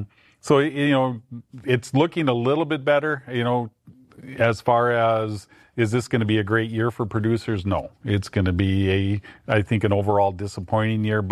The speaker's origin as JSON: {"language": "English", "town": "Milnor", "region": "North Dakota", "country": "United States", "tie": "born or raised there", "said": "Okay, well, I live, you know, born and raised in North Dakota, a farm in southeast part of the state down by Milner. Went to high school at Milner"}